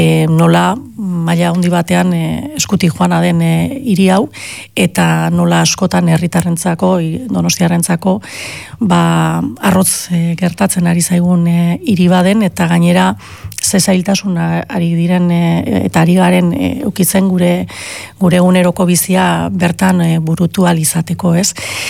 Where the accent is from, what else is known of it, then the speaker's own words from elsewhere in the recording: San Sebastián, Basque Country, Spain; Ni oso donostiarra naiz.